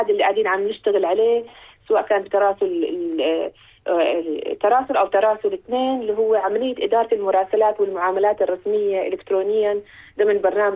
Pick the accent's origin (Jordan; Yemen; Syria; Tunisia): Jordan; عندنا في الأردن.